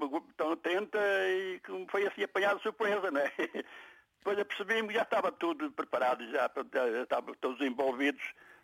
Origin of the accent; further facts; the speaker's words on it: Vila das Aves, Norte, Portugal; moved away as an adult; also born or lived in Lisbon; now in Maia, Portugal; eu sou natural da Vila das Aves Santo Tirso.